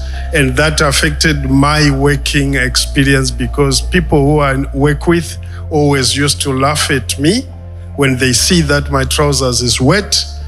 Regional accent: Zimbabwe; now in United Kingdom; I am originally from Zimbabwe. I live in the UK.

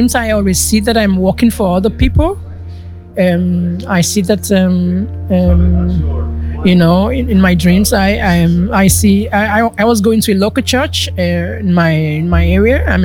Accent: Nigeria; now in Netherlands; I'm coming from Nigeria, but I live here in the Netherlands.

